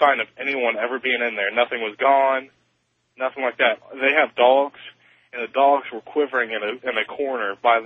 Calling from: Ohio, United States; I'm a police officer in Ohio.

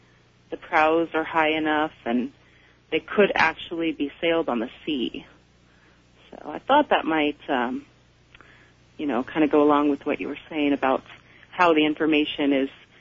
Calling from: Portland, United States; in Portland.

